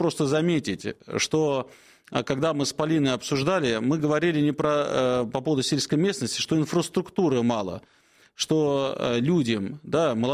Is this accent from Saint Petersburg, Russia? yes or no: no; Moscow, Russia; как коренной москвич скажу